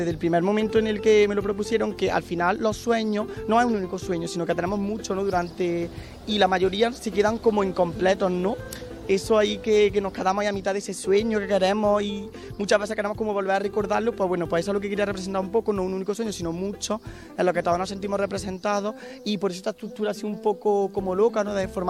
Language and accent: Spanish; Cañete de las Torres, Andalusia, Spain; espero que visitéis Cañita de las Torres, su festival Calle en Flor y bueno, pues, su gente y todo, que es mi pueblo